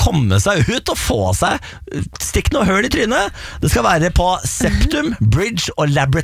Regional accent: Moss, Østfold, Norway; born there; Jeg er fra Moss. Det er jo piercingens hjemby.

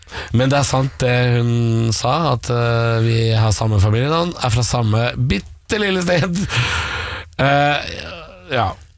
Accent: Drammen, Buskerud, Norway; Hun er fra Telemark etter en plass, og jeg er jo fra Drammen.

